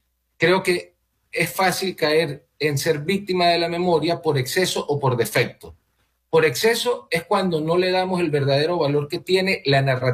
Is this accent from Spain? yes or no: no; Venezuela